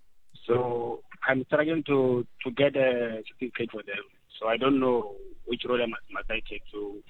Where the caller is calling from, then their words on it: South Africa; Myself, I'm a South African.